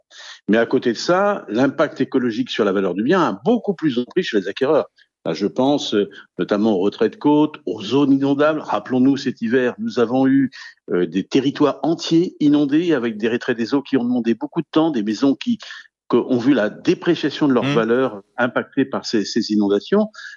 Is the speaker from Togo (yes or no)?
no; Brittany, France; Voilà, je suis breton, c'est pour ça que je suis un peu chauvin. Néanmoins, il fait meilleur en Bretagne au mois d'août, en période caniculaire, qu'au sud de la France.